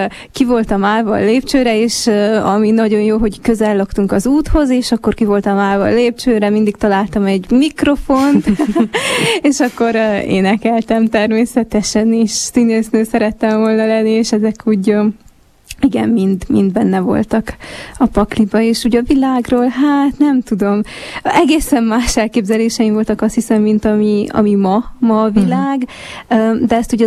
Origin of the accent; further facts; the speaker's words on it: Gyimesfelsőlok, Harghita, Romania; de hogy alapjáraton honnan jövök, hát én Gyümesfelsőlökről származom.